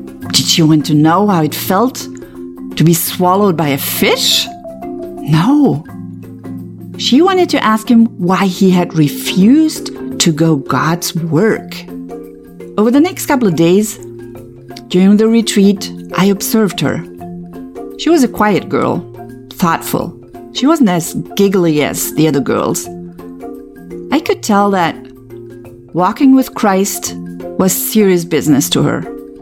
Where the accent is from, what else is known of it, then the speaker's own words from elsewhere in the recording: Germany; moved away as an adult; now in Benin; I'm originally from Germany, and I have served with the Adomari Project since January 1999.